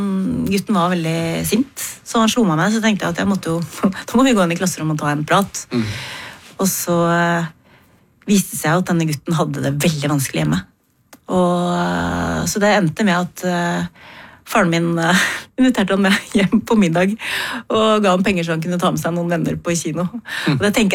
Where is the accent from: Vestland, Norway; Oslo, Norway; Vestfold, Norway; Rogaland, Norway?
Vestfold, Norway; Re; Men jeg vokste opp i Re kommune på landet utenfor Tønsberg.